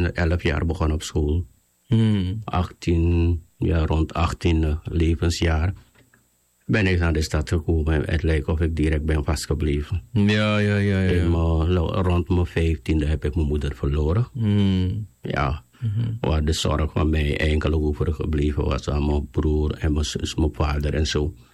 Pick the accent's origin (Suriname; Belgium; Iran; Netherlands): Suriname; Ik ben een Surinamer, Maron afkomst.